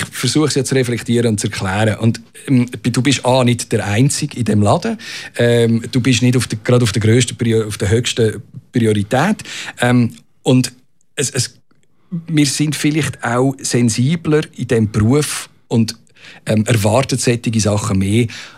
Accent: Switzerland

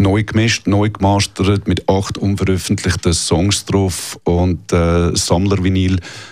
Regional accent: Bubikon, Zurich, Switzerland; In Bubiken, Wolfhausen.

